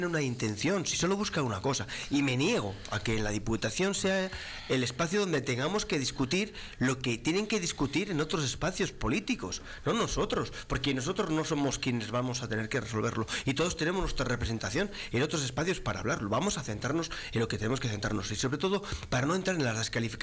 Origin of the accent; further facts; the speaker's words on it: Spain; Sí que somos de España, claro que somos de España.